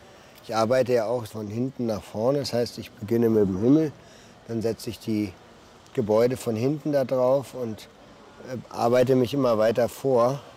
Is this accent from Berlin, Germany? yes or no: yes; Berlin, Germany; Ich komme aus Berlin und dass ich jetzt hier so viel Rot verwende, zeigt eben, dass ich nicht in Berlin male.